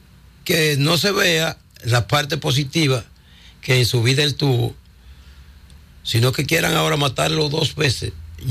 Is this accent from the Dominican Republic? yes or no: yes; Bonao, Monseñor Nouel, Dominican Republic; yo soy de Bonao